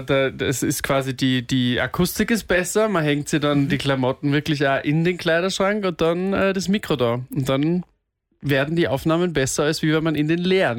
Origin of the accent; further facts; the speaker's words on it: Gastein, Salzburg, Austria; Ich bin aus Gastein, aus Salzburger.